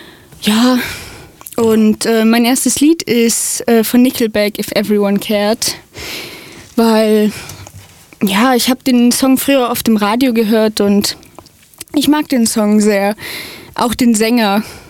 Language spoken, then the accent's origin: German; Baden-Württemberg, Germany; ich komme aus der Nähe von Schwäbisch Hall